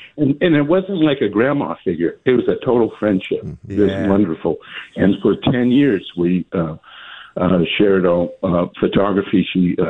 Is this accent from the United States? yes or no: yes; Belmont, California, United States; I was born and raised in Belmont, and one of my neighbors who I delivered newspapers to was Viva McDonald